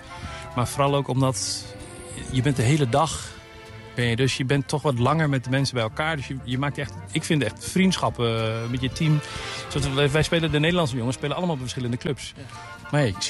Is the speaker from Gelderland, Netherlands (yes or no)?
no; Deventer, Overijssel, Netherlands; also born or lived in Australia; now in Utrecht, Netherlands; Ja, ik kom uit Australië, maar ik ben in Deventer opgegroeid. Middelbare school hier ook allemaal gedaan.